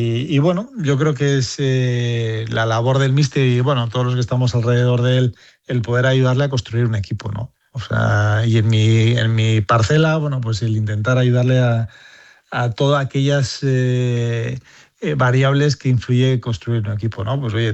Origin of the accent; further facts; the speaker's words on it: Pamplona, Navarre, Spain; moved away; Sí, bueno, yo me fui pronto de Pamplona.